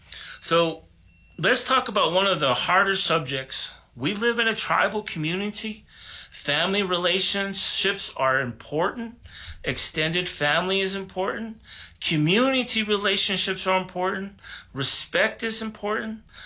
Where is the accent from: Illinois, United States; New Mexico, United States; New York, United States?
New Mexico, United States; now in Zuni, United States; As you can tell, I'm not originally from Zuni. I'm from the Navajo Nation, just over there, over the hill from Van der Wagen, New Mexico.